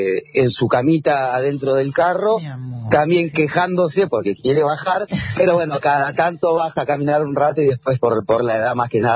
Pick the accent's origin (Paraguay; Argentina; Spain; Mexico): Argentina; Olavarría, Buenos Aires Province